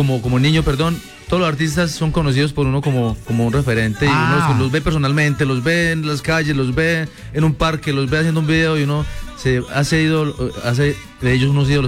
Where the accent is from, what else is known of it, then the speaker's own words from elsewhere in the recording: Eje Cafetero, Colombia; En mi tierra, la Eje Cafetero, es la cuna de la música popular.